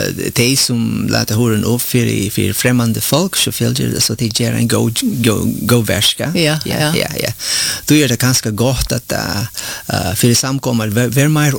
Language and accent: Swedish; Philippines; Swedish is a second language; Men nu vi är ganska 200 från Filippinerna här